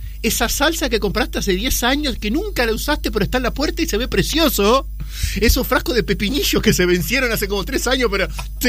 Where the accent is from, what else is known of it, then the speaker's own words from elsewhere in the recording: Artigas, Uruguay; moved away as an adult; also born or lived in Montevideo; now in Las Piedras, Uruguay; No, soy de Artigas. Artigas.